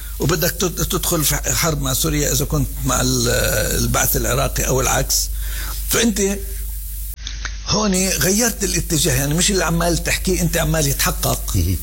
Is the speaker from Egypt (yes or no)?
no; Palestine; احنا لازم نعارض قرار 242 كفلسطينيين، كثورة، كمنظمة التحرير